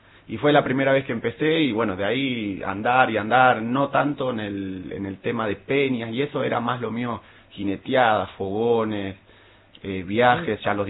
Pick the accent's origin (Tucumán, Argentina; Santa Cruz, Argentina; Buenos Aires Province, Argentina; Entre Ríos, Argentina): Buenos Aires Province, Argentina; Batán; also born or lived in Mar del Plata; ahí en mi casa, ahí en Batán. Así que prácticamente nacido y criado en Batán.